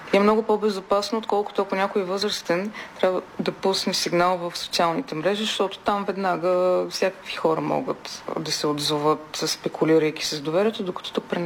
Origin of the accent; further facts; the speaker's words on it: Plovdiv, Plovdiv Province, Bulgaria; аз съм от Пловдив